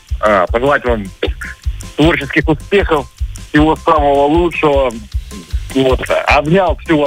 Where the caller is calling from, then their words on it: Shakhty, Rostov Oblast, Russia; Сейчас я с Ростовской области, город Шахты звоню.